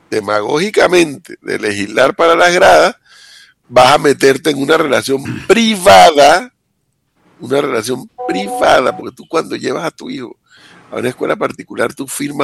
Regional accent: Panama; como un panameño más de miembro de esta sociedad

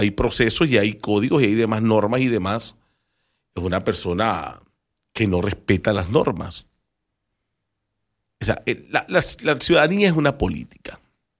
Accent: Panama; como una panameña que paga tributos y como un panameño que paga tributo también.

